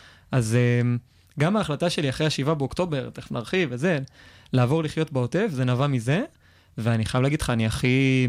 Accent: Hod HaSharon, Central District, Israel; אני גדלתי בהוד השרון. גדלתי לזוג הורים שבמקור הם מאיראן

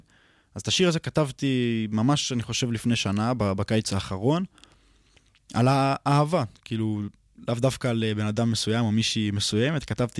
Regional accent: Hod HaSharon, Central District, Israel; בן 22 מהוד השרון.

